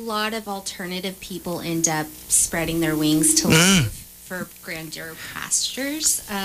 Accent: Oklahoma, United States; now in Bend, United States; I'm originally from Oklahoma.

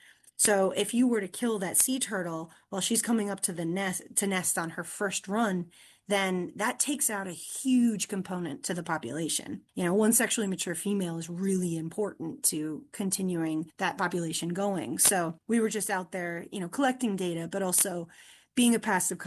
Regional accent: Virginia, United States; Well, you know, growing up in, I grew up in Virginia, and obviously we do not have primates there.

